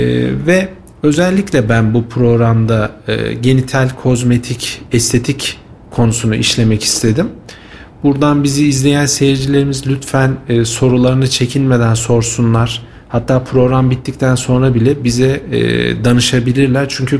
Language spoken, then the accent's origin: Turkish; Kayseri, Turkey; moved away as an adult; Ben aslen Kayserliyim. Üniversite yıllarında Kayseri dışında eğitim alman vesilesiyle dışarıda bir müddet kaldım ve yaklaşık 6 yıldır tekrar memleketim olan Kayseri'de görev yapmaktayım.